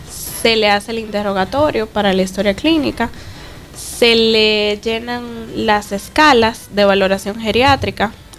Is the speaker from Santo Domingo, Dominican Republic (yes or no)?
no; Puerto Plata, Dominican Republic; cuando yo terminé la carrera de medicina, que vine aquí a mi pueblo a hacer la pasantía de ley